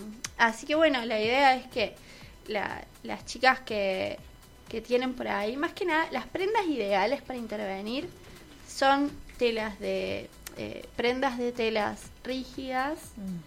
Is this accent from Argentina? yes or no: yes; San Luis, Argentina; De un pueblo de San Luis, porque yo soy de San Luis.